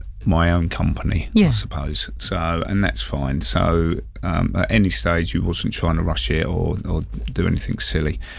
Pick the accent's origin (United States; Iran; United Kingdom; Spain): United Kingdom; London; as a Londoner myself